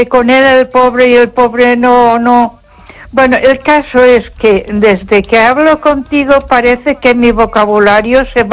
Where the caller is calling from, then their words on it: Ponferrada, Castile and León, Spain; Buenas noches, Esther. … de Ponferrada.